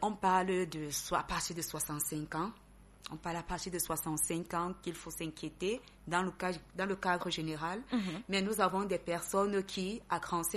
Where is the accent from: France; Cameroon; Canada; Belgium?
Cameroon; chez nous en Afrique, et plus particulièrement au Cameroun